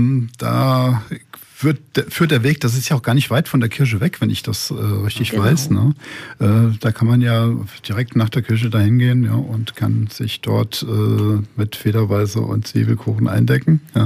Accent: Bischofsheim, Hesse, Germany; Ich bin in Bischofsheim aufgewachsen.

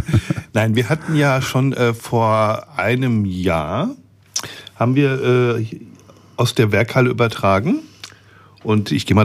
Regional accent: North Rhine-Westphalia, Germany; moved away; ich komme aus dem Ruhrpott

